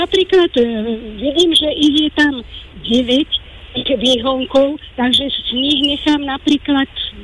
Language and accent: Slovak; Stará Turá, Trenčín Region, Slovakia; Nie, ja som zo Starej Turej.